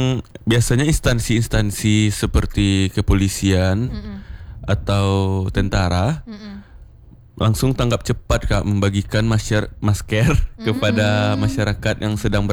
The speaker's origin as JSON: {"language": "Indonesian", "town": "Padang Panjang", "region": "West Sumatra", "country": "Indonesia", "tie": "born or raised there", "moved": "yes"}